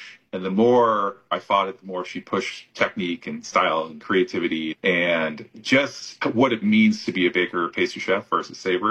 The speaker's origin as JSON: {"language": "English", "town": "Brandon", "region": "Vermont", "country": "United States", "tie": "born or raised there", "said": "That was at the Brandon Inn in Brandon, Vermont, my hometown where I grew up."}